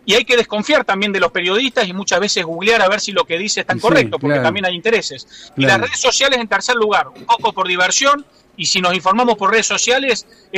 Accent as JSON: {"language": "Spanish", "region": "Córdoba", "country": "Argentina", "said": "Yo consulto diarios de mi provincia, Córdoba, la del interior"}